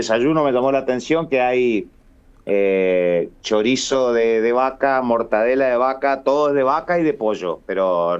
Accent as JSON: {"language": "Spanish", "country": "Argentina"}